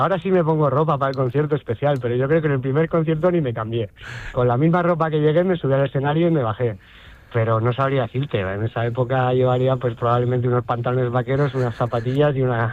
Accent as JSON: {"language": "Spanish", "town": "Pamplona", "region": "Navarre", "country": "Spain", "said": "nosotros somos de Pamplona"}